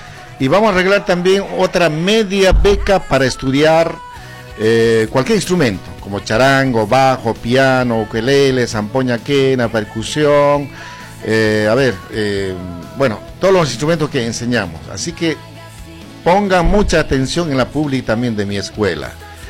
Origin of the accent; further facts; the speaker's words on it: Bolivia; now in Argentina; Como nosotros vivimos en Argentina ya casi, ya sí, 30 años, es mucho tiempo, amigos. Bueno, nuestro corazoncito también mi segunda patria, ¿no? Como boliviano lo digo, amo este país.